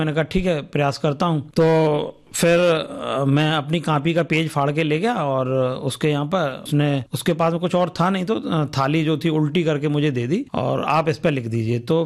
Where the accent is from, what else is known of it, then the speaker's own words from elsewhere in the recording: Agra, Uttar Pradesh, India; देखिए, मैं प्रॉपर आगरा से ही हूं और आगरा में ही मेरा जन्म हुआ है